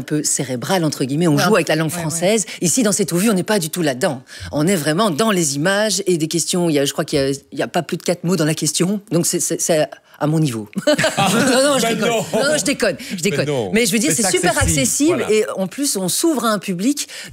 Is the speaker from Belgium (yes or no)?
yes; Belgium; chez nous en Belgique.